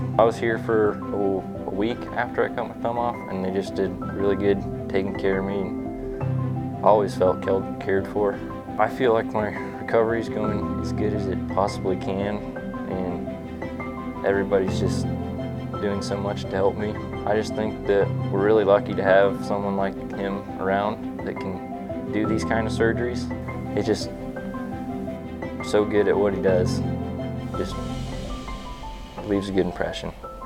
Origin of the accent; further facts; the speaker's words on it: Page, Nebraska, United States; And I'm from Page, Nebraska.